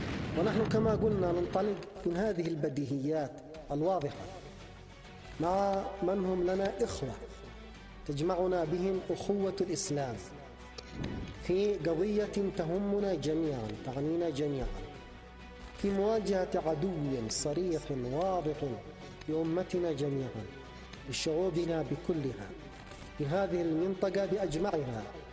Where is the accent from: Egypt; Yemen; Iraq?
Yemen; نحن كشعب يمني كان موقفنا واضحا ومعلنا من بداية هذه الجولة،